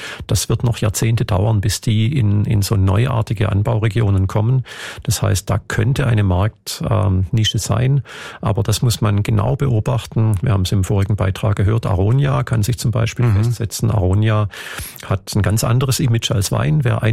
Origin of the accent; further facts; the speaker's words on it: Germany; man sieht das auch in Deutschland, wo ich herkomme, schon, dass viele Winzerbetriebe aufgeben müssen